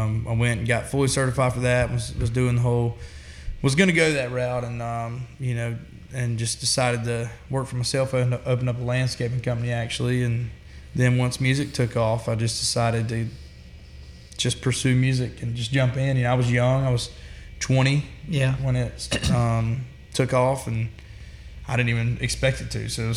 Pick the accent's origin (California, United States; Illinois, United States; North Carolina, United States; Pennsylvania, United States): North Carolina, United States; Lexington; moved away as an adult; now in Nashville, United States; I'm from Lexington, North Carolina originally, but I signed a record deal and moved to Nashville, Tennessee probably about a year and a half ago, maybe a little over.